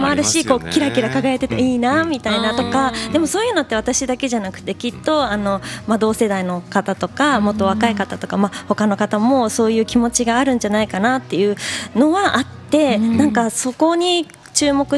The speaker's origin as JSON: {"language": "Japanese", "town": "Nagaoka", "region": "Niigata", "country": "Japan", "tie": "born or raised there", "said": "最後は私の地元新潟県の長岡の音楽食堂にて12月1日火曜日、ちょっとバースデー当日になるんですけども"}